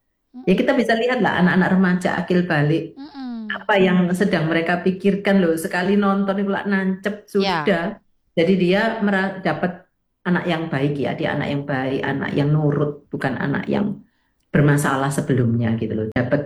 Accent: Surabaya, East Java, Indonesia; kita orang Surabaya

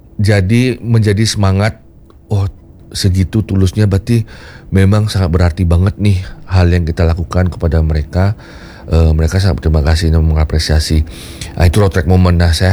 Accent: Bali, Indonesia; memang mencirikan kalau kita orang Bali, budaya kita di Luhung, sebagai orang timur yang beradab begitu, di mana Trihita Karana itu menjadi jiwa gitu ya, menjadi landasan kita hidup di Bali.

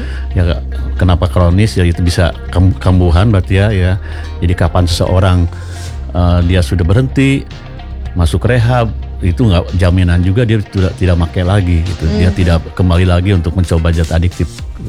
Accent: Bandung, West Java, Indonesia; now in Bali, Indonesia; Saya sebetulnya aslinya dari Bandung, tapi sudah jatuh cinta sama Bali dan sudah lama juga tinggal di Bali.

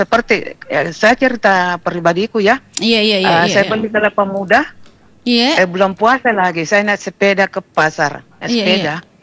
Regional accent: Makassar, South Sulawesi, Indonesia; kita orang Bugis Makassar yang mau baik, beda 500 ambil maki.

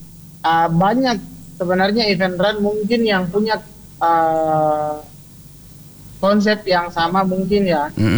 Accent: West Sulawesi, Indonesia; Kita selaku Mandar

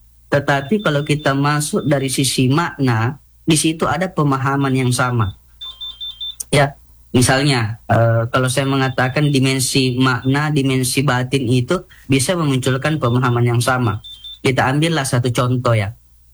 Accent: South Sulawesi, Indonesia; Saya sebagai orang Bugis bisa mengatakan ini sedi.

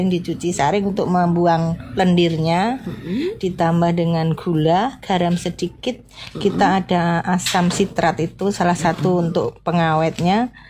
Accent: Kulon Progo, Special Region of Yogyakarta, Indonesia; saya dari Gawiti Taman Rezeki, Pedukuhan Paras, Banjara Sri Kalibawang, Kulon Progo.

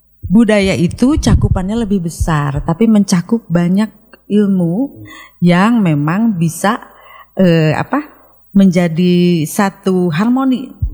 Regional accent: West Java, Indonesia; Ya, karena kami dari Sunda ya, tentu saja ini dimulai dari Jawa Barat atau Sunda ya.

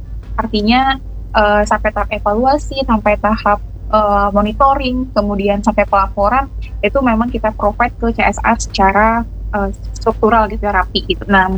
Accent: Banjarmasin, South Kalimantan, Indonesia; moved away as an adult; also born or lived in Malang; now in Depok, Indonesia; kita juga orang Banjarmasin dan merasa punya tanggung jawab gitu ya untuk pemajuan daerah, jadinya kita berpikir kontribusi terbaik yang bisa kita kasih itu adalah ke daerah kita lagi gitu. Jadi meskipun Kak Rafa belajar di Bandung, aku juga belajarnya di Malang

